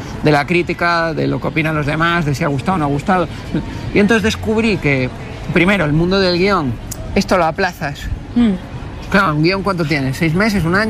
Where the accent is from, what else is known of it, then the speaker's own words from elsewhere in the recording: Canary Islands, Spain; born there; Porque yo nací en Canarias, tú eres canario.